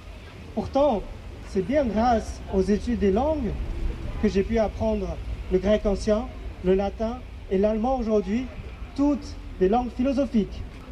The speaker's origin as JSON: {"language": "French", "region": "Inner Mongolia", "country": "China", "second_language": "French", "moved": "yes", "said": "C'est ma langue de chez moi, d'un tout petit village en Mongolie intérieure, en Chine."}